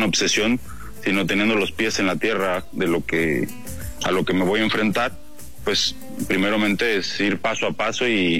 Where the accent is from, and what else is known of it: San Luis Potosí, Mexico